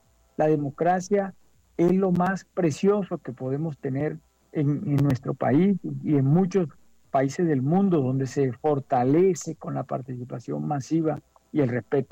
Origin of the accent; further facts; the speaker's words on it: Colombia; que tenemos como colombianos y como ciudadanos de un país democrático como el nuestro